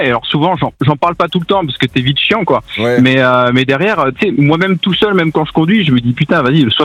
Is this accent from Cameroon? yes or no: no; Paris, Île-de-France, France; Mais je sais que le 75, c'est Paris, c'est chez moi.